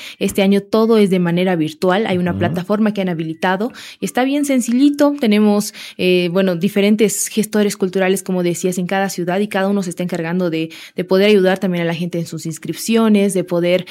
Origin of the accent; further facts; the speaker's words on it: Bolivia; apoyar como bolivianos